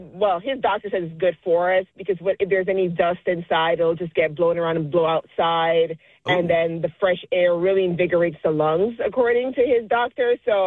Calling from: Maryland, United States; I'm in Maryland.

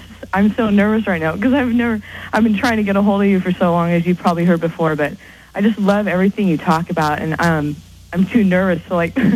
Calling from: California, United States; I'm calling from California.

